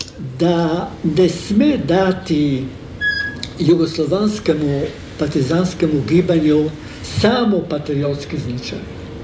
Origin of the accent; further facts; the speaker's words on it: Slovenia; Serbian is a second language; Pa, znate, ja sam naravno Slovenac i slovenački patriot.